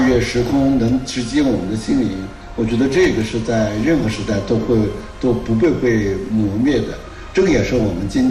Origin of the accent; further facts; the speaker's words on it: Anhui, China; 我家是来自安徽啊，然后我们家门口就是乌江